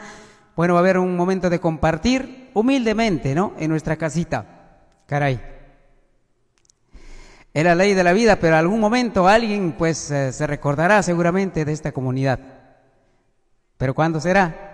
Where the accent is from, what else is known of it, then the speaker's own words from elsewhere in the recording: Apurímac, Peru; born there; mi tierra natal que me vio nacer ese rinconcito Ojrañahuín.